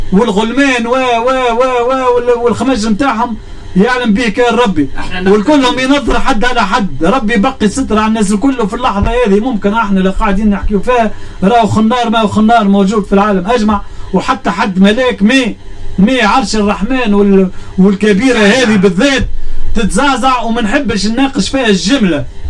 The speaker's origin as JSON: {"language": "Arabic", "country": "Tunisia", "said": "احنا بلاد تونسيه"}